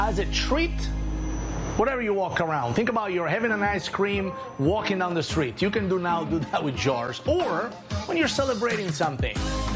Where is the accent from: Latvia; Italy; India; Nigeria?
Italy; English is a second language; moved away as an adult; now in Emeryville, United States; Born and raised in Italy, made in America, right? I think it's a lot of opportunity that my country doesn't have.